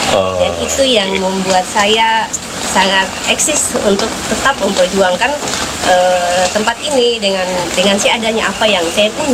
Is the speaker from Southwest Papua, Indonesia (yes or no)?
yes; Biak, Southwest Papua, Indonesia; now in Sorong, Indonesia; kecintaan saya terhadap budaya saya Papua pada umumnya, walaupun dari Biak, tetapi umumnya saya cinta sama budaya Papua.